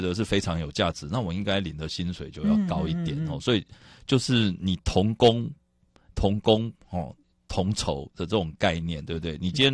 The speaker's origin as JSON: {"language": "Chinese", "country": "Taiwan", "said": "就好像穷忙已经快变成我们台湾人的 DNA 了"}